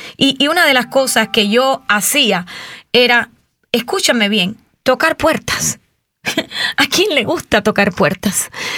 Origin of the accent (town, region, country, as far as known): Cuba